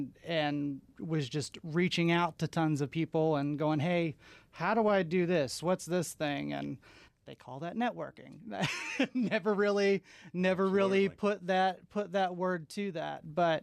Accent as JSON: {"language": "English", "country": "United States", "tie": "born or raised there", "said": "So I'm from Lewis County. I grew up there."}